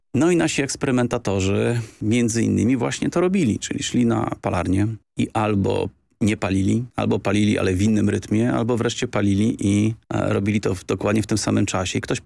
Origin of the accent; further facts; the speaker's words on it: Warsaw, Masovian Voivodeship, Poland; ja też jestem z Warszawy i koniec.